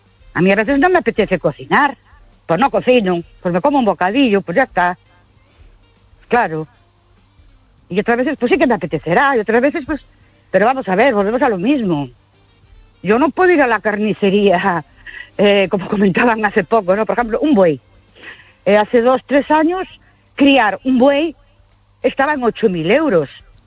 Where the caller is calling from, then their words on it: Ourense, Galicia, Spain; de Orense